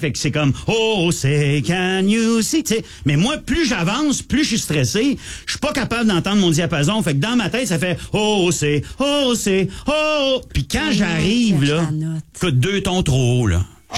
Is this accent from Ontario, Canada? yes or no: yes; Ottawa, Ontario, Canada; Tu veux savoir dire, moi, je viens d'Ottawa, là, j'ai resté à Ottawa longtemps